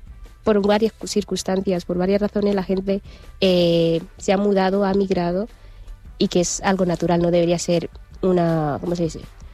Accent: Equatorial Guinea; Spanish is a second language; now in Spain; Si tú supieras que Guinea Ecuatorial fue colonia española, entenderías que yo hablo perfectamente el castellano. Con mi tono, a lo mejor mis particularidades, porque tengo mi lengua, mi idioma materno, y el tono pues puede variar, pero hablo el castellano perfectamente y lo entiendo.

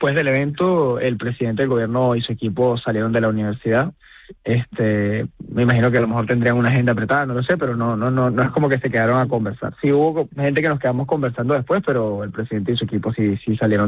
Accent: Venezuela

